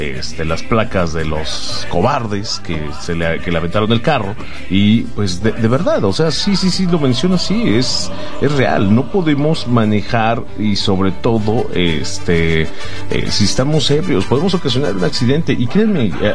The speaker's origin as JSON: {"language": "Spanish", "country": "Mexico"}